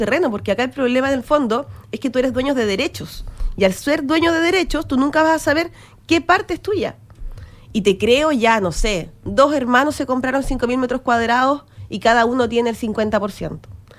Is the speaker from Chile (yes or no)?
yes; Pica, Tarapacá, Chile; Y yo que soy de Pica